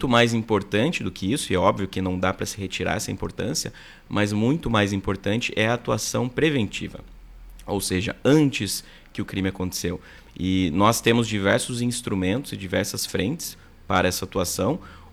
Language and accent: Portuguese; Curitiba, Paraná, Brazil; moved away as an adult; also born or lived in Ponta Grossa / Irati; now in Salto do Lontra, Brazil; Eu sou de Curitiba, natural de Curitiba, me formei em Ponta Grossa